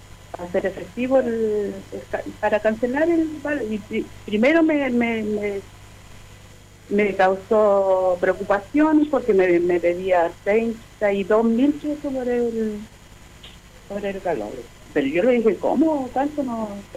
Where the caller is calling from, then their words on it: Chile; de acá de los huertos familiares de la Bolivia.